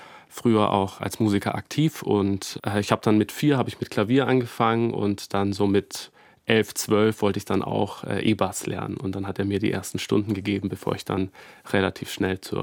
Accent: Dinkelsbühl, Bavaria, Germany; Ich wurde im Dezember 1994 in Dinkelsbühl geboren und da lebe ich mittlerweile auch wieder.

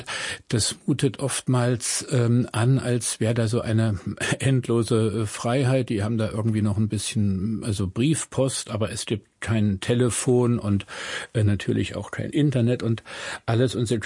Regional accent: East Germany, Germany; Ich bin ja im Osten groß geworden und habe dieses 89-90 durchaus auch als einen Wechsel von Abhängigkeiten, einen Wechsel von Freiheiten erlebt.

